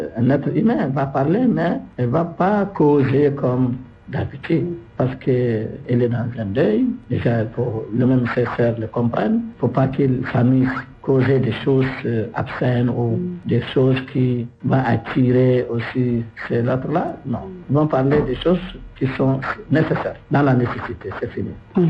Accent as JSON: {"language": "French", "country": "Chad", "said": "Chez nous, au Tchad, la femme, avant, elle prend le tissu blanc."}